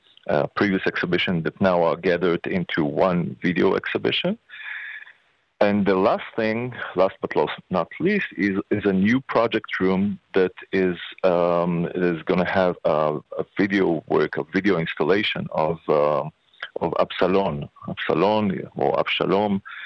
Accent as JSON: {"language": "English", "town": "Ashdod", "region": "Southern District", "country": "Israel", "tie": "born or raised there", "said": "I was born in Ashdod and lived in Ashdod"}